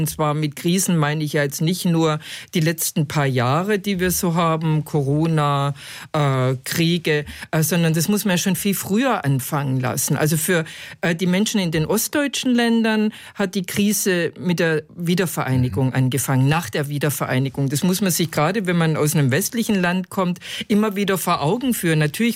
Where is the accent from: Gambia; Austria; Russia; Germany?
Germany; als Deutsche